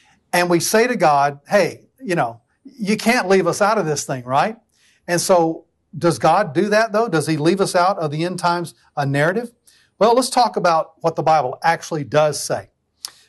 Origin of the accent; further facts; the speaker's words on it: United States; I mean, I'm an American. I love my country.